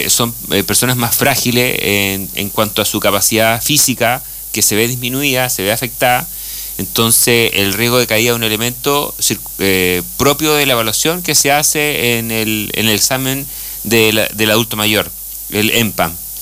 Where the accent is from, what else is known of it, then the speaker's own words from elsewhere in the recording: Punta Arenas, Magallanes and Chilean Antarctica, Chile; moved away as an adult; now in Aysén Region, Chile; Yo originariamente soy de Punta Arenas, llevo ya 20 años en la región, casado con una aysenina.